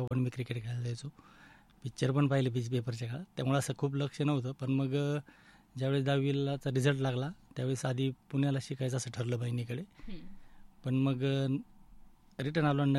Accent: Chichondi Patil, Maharashtra, India; मी नगर जिल्ह्यातील नगर तालुक्यातील चिचोंडे पाटील, नगरपासून जामखेडवर 20 किलोमीटर गावी चिचोंडे पाटील गावचं आहे मी रहिवासी।

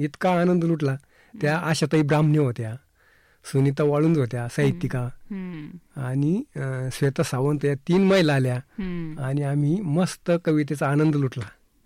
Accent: Maharashtra, India; तसं माझं बालपण आहे ना अतिशय खेडेगावात निंभारी गावात झालं.

